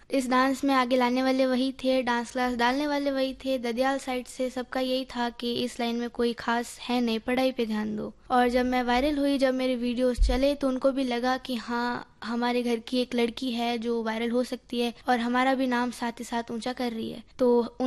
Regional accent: Jodhpur, Rajasthan, India; और मैं जोधपुर से हूँ।

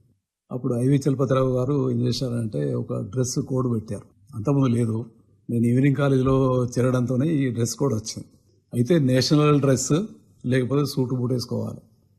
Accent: Telangana, India; born there; moved away as an adult; అక్కడ మా ఊరేమో మహాముత్తాల, మధ్యలో కరీంనగర్.

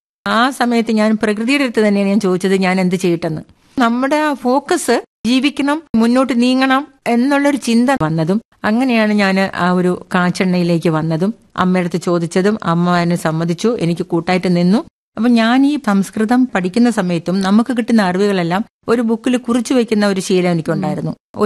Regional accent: Poojappura, Kerala, India; born or raised there

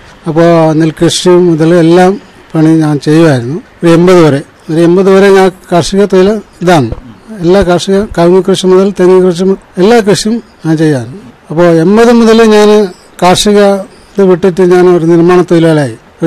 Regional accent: Kerala, India; ഞാൻ കാരടുക്ക പഞ്ചായത്തിലെ നെല്ലെടുക്ക എന്ന സ്ഥലത്താണ് ജനിച്ചു വളർത്തത്. അപ്പോൾ അവിടെ തന്നെ എൻ്റെ അച്ഛൻ്റെ പറമ്പിലാണ് ഞാൻ സംരക്ഷ കർഷകനായിട്ട് കൃഷി ചെയ്യുന്നുണ്ട്.

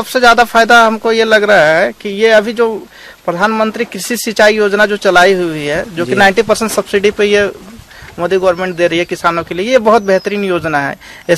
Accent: Jharkhand, India; मेरे झारखंड में बात करूँ तो मैं झारखंड में से हूँ

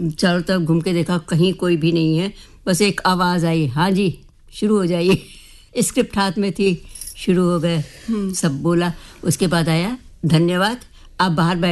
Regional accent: Lucknow, Uttar Pradesh, India; born there; हम लखनऊ में पैदा हुए और लखनऊ में ही

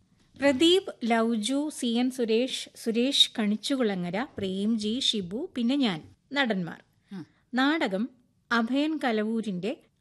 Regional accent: Paravur, Kerala, India; ഞാൻ എന്റെ കുട്ടിക്കാലത്ത്, അതായത് ഞാൻ 7-ാം ക്ലാസ്സിൽ പഠിക്കുമ്പോൾ, അത് പറവൂര് ഞങ്ങളുടെ ഗ്രൗണ്ടില്, എന്റെ വീടിനടുത്താണ് ആ ഗ്രൗണ്ട്, അവിടെ അത് കളിച്ചിട്ടുണ്ട് കുറെ നാള്.

